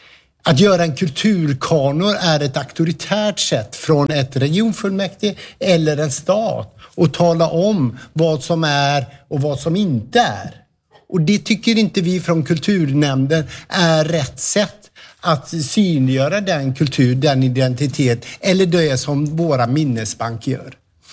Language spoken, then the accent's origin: Swedish; Falköping, Västra Götaland County, Sweden; oavsett om det är min hemstad Falköping eller om det är en större geografi